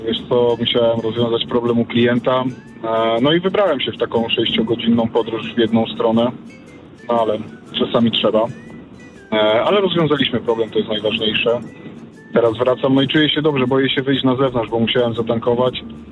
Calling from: Brenna, Silesian Voivodeship, Poland; wracam do siebie pod granicę czeską, do Brennej.

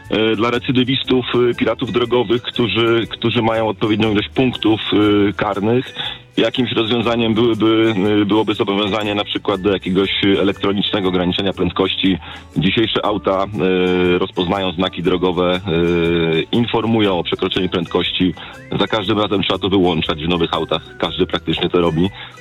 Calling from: Gdańsk, Pomeranian Voivodeship, Poland; dzwonię z Gdańska, też akurat z Zakółka.

